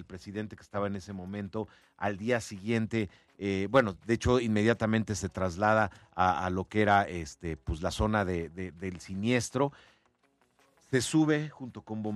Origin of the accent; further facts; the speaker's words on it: Mexico; Papá, yo soy mexicano. No, pues es que amo mi patria